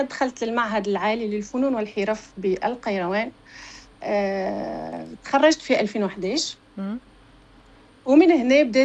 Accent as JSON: {"language": "Arabic", "region": "Kebili Governorate", "country": "Tunisia", "also_born_or_lived": "Kairouan", "moved": "as an adult", "lives_now": "Verdun, France", "said": "من تونس، أصلي من الجنوب."}